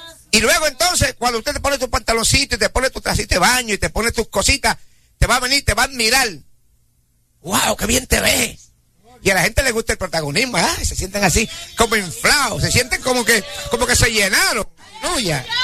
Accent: Corozal, Puerto Rico; Allá en Corozal, en mi pueblo

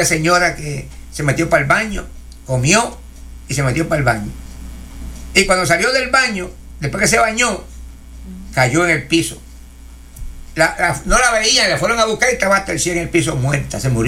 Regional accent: Puerto Rico; moved away; como decimos allá en Puerto Rico

